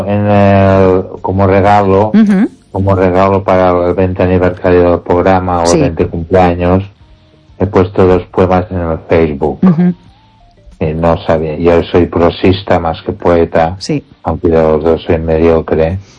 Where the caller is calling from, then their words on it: Ourense, Galicia, Spain; de Orense.